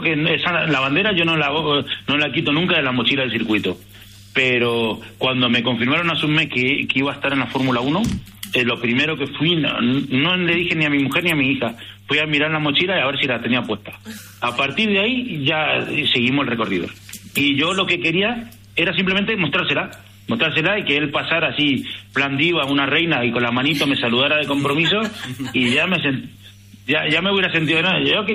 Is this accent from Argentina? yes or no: yes; Argentina; Como argentino, yo creo que es nuestro mejor embajador.